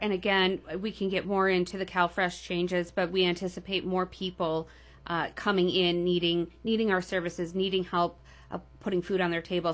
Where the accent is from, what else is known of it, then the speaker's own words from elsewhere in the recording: Milwaukee, Wisconsin, United States; also born or lived in Denver; obviously I'm from Milwaukee. I lived in Denver for almost a decade